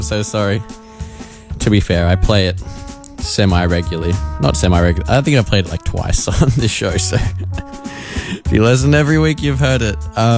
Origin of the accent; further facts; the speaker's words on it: Queensland, Australia; now in Melbourne, Australia; I'm a Queenslander.